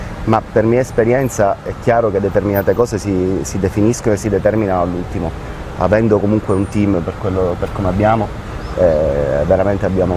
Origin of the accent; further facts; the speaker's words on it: Palermo, Sicily, Italy; now in Taranto, Italy; io da quando sono qui mi sento a casa, da palermitano.